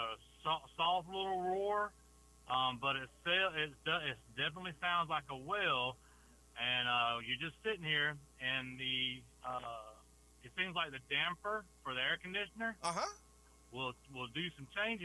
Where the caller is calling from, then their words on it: Augusta, Georgia, United States; I'm calling from Augusta, Georgia